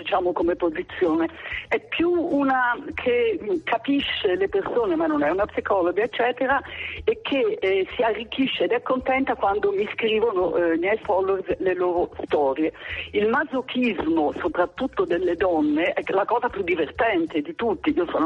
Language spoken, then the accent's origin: Italian; Tuscany, Italy; Io sono toscana di origine